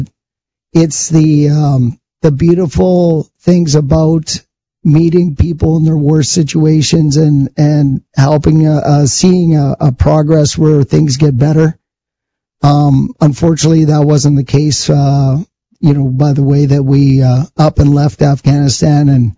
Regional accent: Canada; me as a Canadian

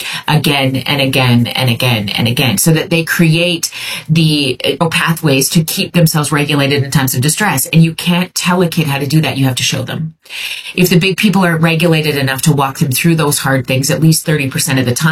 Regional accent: Viking, Alberta, Canada; So I grew up in Viking, Alberta, Canada.

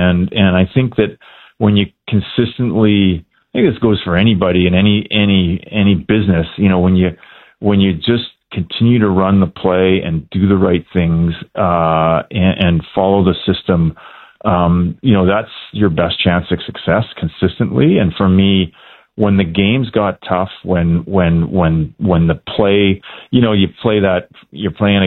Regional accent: Alberta, Canada; He was, for me as a kid growing up in Alberta, I listened to Jim Robson all the time.

